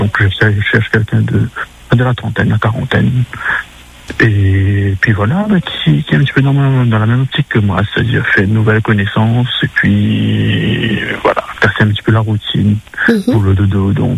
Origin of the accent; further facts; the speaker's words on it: Hauts-de-France, France; je suis du Nord, mais je peux me déplacer, donc il n'y a pas de souci. Je fais les autres secteurs aussi de Lille.